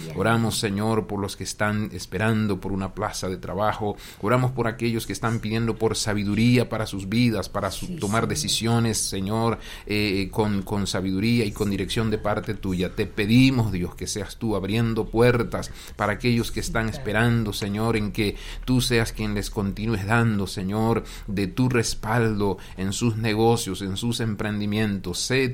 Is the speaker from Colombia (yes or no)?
no; Panama; now in Costa Rica; ahí en mi país, en Panamá